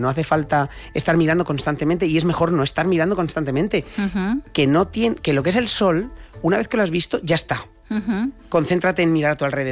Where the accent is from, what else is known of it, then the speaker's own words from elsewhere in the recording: El Pedernoso, Castilla-La Mancha, Spain; En Cuenca del Pedernoso, que es mi pueblo, así lo digo más.